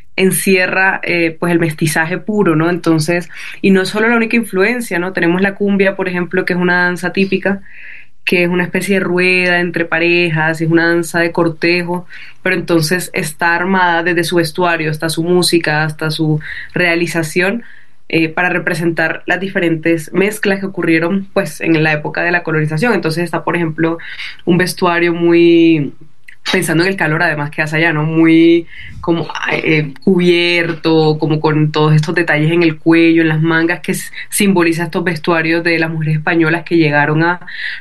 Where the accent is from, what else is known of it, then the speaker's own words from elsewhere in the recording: Barranquilla, Atlántico, Colombia; born there; now in Bogotá, Colombia; yo nací en Barranquilla, Colombia, esa es la costa caribe colombiana